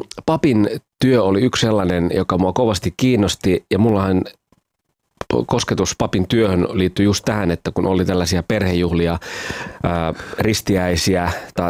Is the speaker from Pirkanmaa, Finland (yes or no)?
no; Pori, Satakunta, Finland; born there; also born or lived in Kuorevesi, Finland